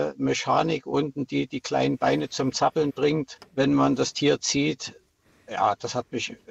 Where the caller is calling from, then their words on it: Niederfrohna, Saxony, Germany; ich rufe aus Niederfrohna bei Chemnitz an. Ich muss sagen, ich bin Jahrgang 1963.